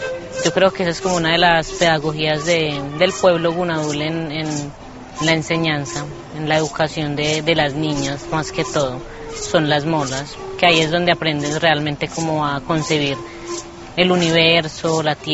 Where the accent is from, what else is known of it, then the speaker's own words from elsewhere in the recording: Caimán Nuevo, Antioquia, Colombia; born there; Yo nací allá en Urabá, en Ibigundiwala, Caimán Nuevo, crecí en ciudad, pero yo iba todas las vacaciones a la comunidad.